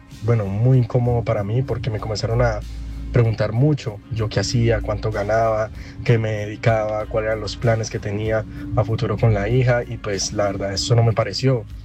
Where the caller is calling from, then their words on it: Cali, Valle del Cauca, Colombia; yo vivo en Valle Grande y mis suegros son del Caney